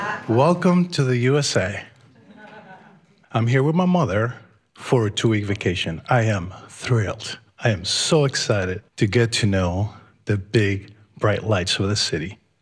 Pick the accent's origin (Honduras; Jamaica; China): Honduras; now in Boston, United States; I am an immigrant from Honduras. I've been in Boston now for the last 35 plus years